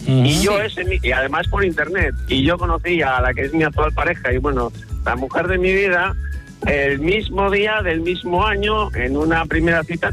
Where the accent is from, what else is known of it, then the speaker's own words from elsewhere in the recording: Valladolid, Castile and León, Spain; born there; now in Galicia, Spain; Claro, llevo 30 años en Galicia, pero yo nací, digamos, que empecé en Valladolid.